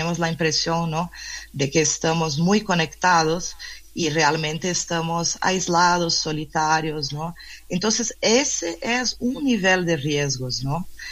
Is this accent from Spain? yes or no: no; Brazil; Desde México, y yo soy de Brasil, ¿no? Originalmente, son dos países que tienen una particularidad de un uso masivo de redes sociales